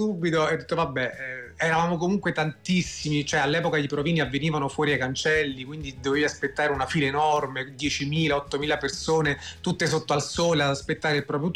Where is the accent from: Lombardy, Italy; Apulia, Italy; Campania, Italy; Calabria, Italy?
Campania, Italy; io sono campano, quindi noi cantanti campani, napoletani